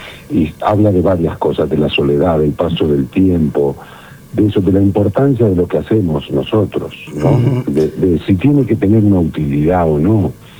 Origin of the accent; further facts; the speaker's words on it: Rosario, Santa Fe, Argentina; yo soy rosarino, estrenado en Rosario